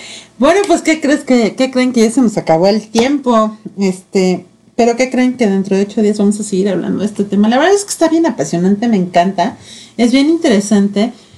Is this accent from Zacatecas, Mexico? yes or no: no; Toluca, State of Mexico, Mexico; Pues te mando un beso … de Toluca, Estado de México